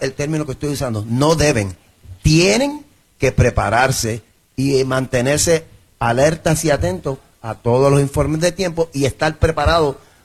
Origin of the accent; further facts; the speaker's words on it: Bayamón, Puerto Rico; Yo soy de Bayamón, estoy aquí en mi casa